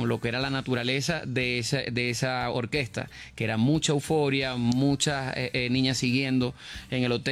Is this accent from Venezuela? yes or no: yes; Venezuela; como venezolanos contamos con todo el respaldo de los medios de comunicación acá en Colombia